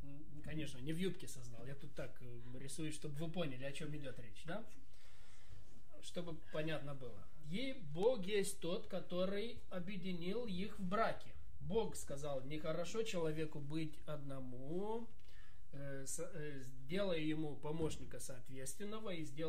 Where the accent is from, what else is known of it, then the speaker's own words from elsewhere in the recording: Moldova; Здравствуйте, друзья! Я пастор из Молдовы.